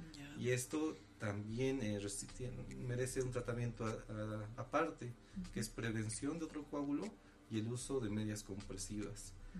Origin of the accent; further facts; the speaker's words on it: La Paz, Bolivia; Hay que ser solidarios como bolivianos, como paceños.